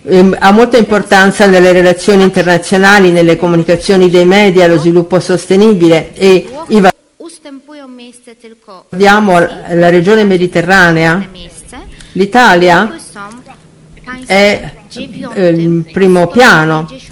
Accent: Poland; io vengo dalla Polonia

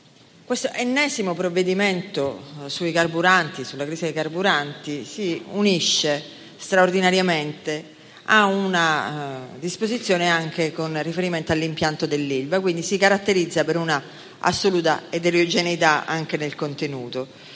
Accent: Sicily, Italy; Io sono un'isolana, sono siciliana

